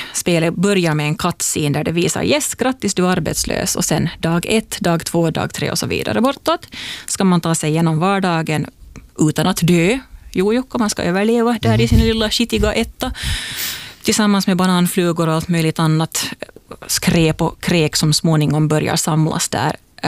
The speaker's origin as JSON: {"language": "Swedish", "country": "Finland", "said": "Så det är just så som vi finländare vill ha det."}